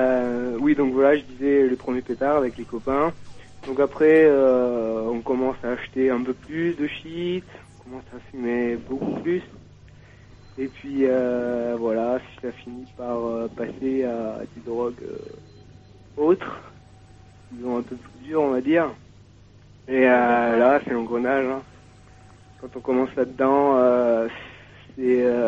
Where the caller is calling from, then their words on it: Toulouse, Occitanie, France; de Toulouse, 18 ans.